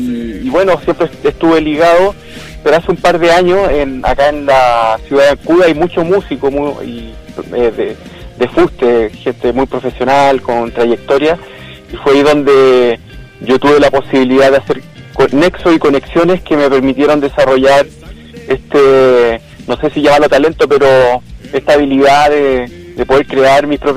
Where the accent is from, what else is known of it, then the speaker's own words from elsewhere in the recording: Ancud, Los Lagos, Chile; De la ciudad de Ancud